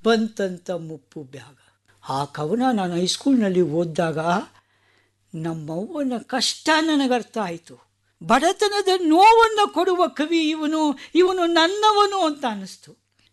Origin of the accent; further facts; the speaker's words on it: Bengaluru, Karnataka, India; ನಾನು ಬೆಂಗಳೂರು ಸಾರ್ ಅಂದೆ.